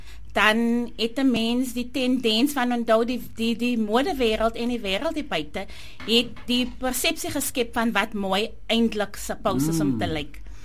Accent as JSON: {"language": "Afrikaans", "town": "Oudtshoorn", "region": "Western Cape", "country": "South Africa", "said": "Goeiemiddag aan alle luisteraars … van Oudtshoorn."}